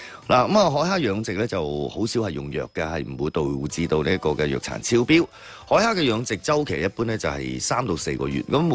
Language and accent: Cantonese; Guangdong, China; 作为我哋广东人啦吓